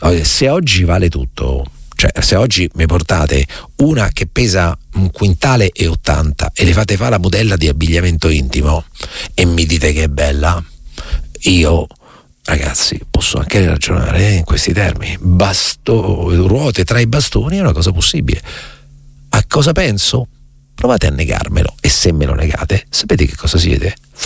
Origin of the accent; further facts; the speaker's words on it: Recanati, Marche, Italy; born there; sarà che sono nato a Leopardi, Reganati, sarà che so gobbo anche calcisticamente parlando come Leopardi